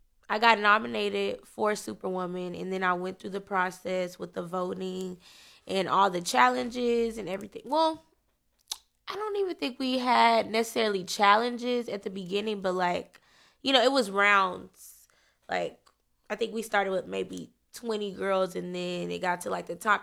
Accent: Austin, Texas, United States; Well, I grew up in Northeast Austin. I went to LBJ, so I feel like I'm a unicorn.

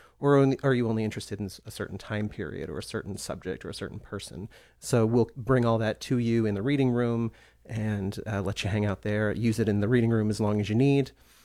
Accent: Baton Rouge, Louisiana, United States; now in Austin, United States; I am from Baton Rouge, Louisiana. So this is all at Louisiana State University.

